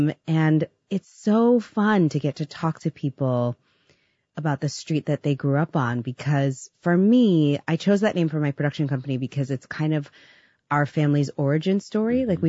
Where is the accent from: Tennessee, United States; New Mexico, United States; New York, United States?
New York, United States; Bronx; And I loved growing up in the Bronx. I loved my neighborhood. I loved my community. It was really a special place to, it's a special place to be from.